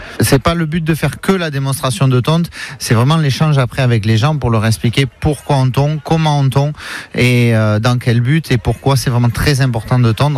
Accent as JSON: {"language": "French", "town": "Raphèle-lès-Arles", "region": "Provence-Alpes-Côte d'Azur", "country": "France", "said": "moi je suis originaire de Raphaël, ça fait partie de la commune d'Arles."}